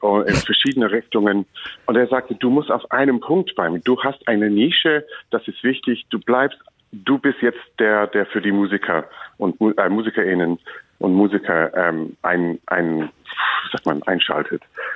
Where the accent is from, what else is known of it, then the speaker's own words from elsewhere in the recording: England, United Kingdom; moved away as an adult; now in Germany; meine Identität ist nicht als Engländer, es ist als EU-Bürger.